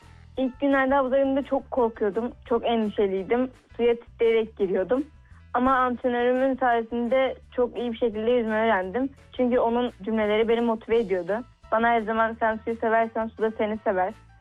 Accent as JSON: {"language": "Turkish", "region": "Gaziantep", "country": "Turkey", "tie": "born there", "said": "2010 Gaziantep doğumluyum."}